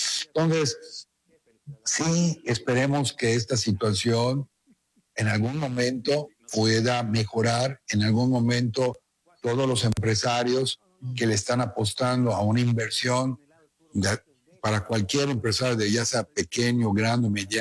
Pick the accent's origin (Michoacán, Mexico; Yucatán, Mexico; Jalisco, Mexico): Yucatán, Mexico; me siento un yucateco orgulloso